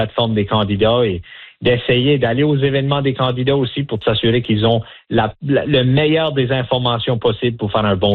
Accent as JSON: {"language": "French", "region": "New Brunswick", "country": "Canada", "said": "Moi, je suis un Acadien, je suis originaire du New-Brunswick, alors je comprends cette importance-là"}